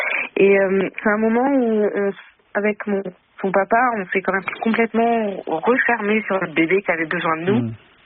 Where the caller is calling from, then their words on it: France; Thorville